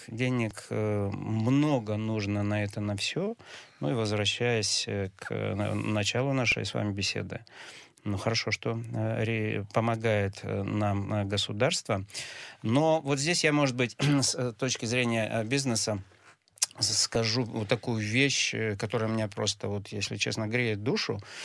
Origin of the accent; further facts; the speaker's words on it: Yekaterinburg, Sverdlovsk Oblast, Russia; Конечно, я больше по Очкаловскому району, как там коренной химашевец.